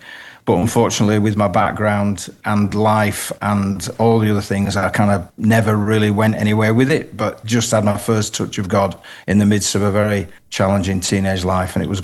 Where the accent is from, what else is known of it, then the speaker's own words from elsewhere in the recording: Bradford, Yorkshire and the Humber, United Kingdom; Yeah, I'm from Bradford.